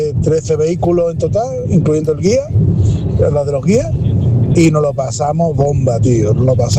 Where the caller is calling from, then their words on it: Málaga, Andalusia, Spain; de Málaga.